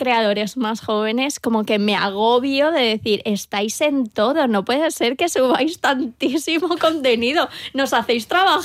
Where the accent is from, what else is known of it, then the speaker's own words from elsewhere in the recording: Madrid, Community of Madrid, Spain; Es que yo soy hija del cemento, soy hija de Madrid.